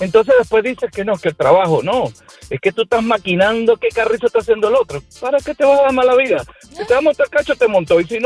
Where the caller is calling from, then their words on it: West Palm Beach, Florida, United States; te estoy llamando de West Palm Beach.